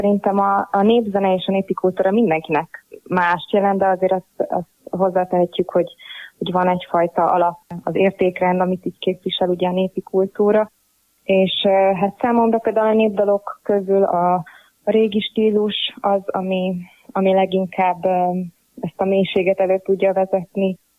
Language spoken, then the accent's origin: Hungarian; Šamorín, Trnava Region, Slovakia; moved away as an adult; also born or lived in Budapest; now in Hungary; Somorjáról származom, Somorján nőttem fel, ott jártam iskolába, gimnáziumba, majd utána Budapestre kerültem